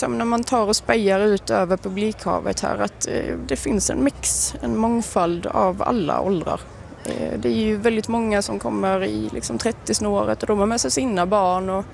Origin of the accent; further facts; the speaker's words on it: Bromölla, Skåne, Sweden; Och jag är från Bromölla som sagt, så att det tar ju en 20 minuter ungefär att ta sig ut här till lilla Norge.